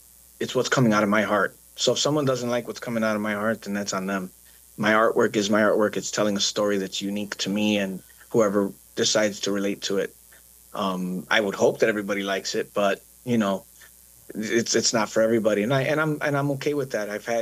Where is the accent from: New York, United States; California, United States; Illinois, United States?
Illinois, United States; Chicago; I grew up in Chicago listening to Eddie and Jobo